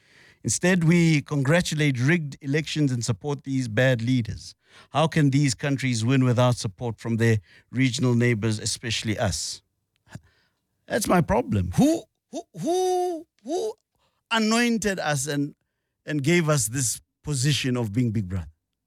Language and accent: English; South Africa; But very quickly we'll be told that we think that being South African is an achieveme